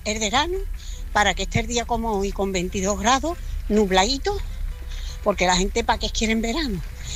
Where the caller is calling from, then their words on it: Morón de la Frontera, Andalusia, Spain; Y aquí en Morón, que tiene casi 28.000 habitantes